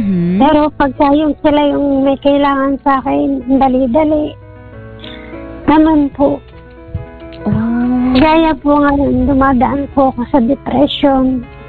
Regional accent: Pilar, Central Luzon, Philippines; Taga Pilar, Bataan po.

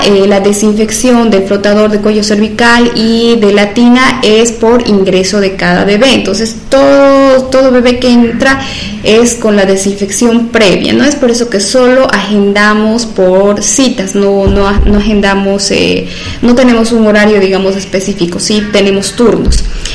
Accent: Trinidad, Beni, Bolivia; nuestra hermosa ciudad de Trinidad

